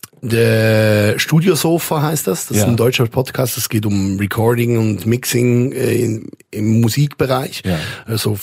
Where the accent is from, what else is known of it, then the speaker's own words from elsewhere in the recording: Vitznau, Lucerne, Switzerland; ich bin ja tatsächlich im Hotel Vietznauer Hof aufgewachsen, ja.